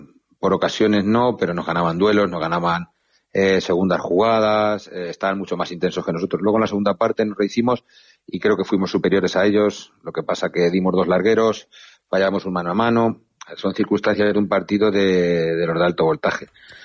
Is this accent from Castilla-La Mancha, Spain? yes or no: yes; Villa de Don Fadrique, Castilla-La Mancha, Spain; Yo es mi pueblo y le tengo mucho cariño y soy del Villa desde chiquitín.